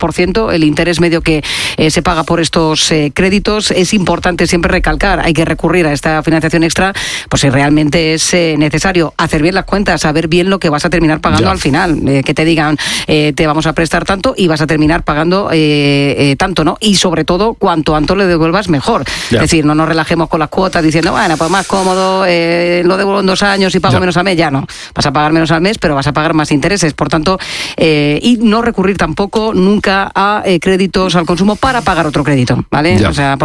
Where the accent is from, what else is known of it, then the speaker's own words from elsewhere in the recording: Region of Murcia, Spain; desde mi tierra querida, desde Murcia, en Jumilla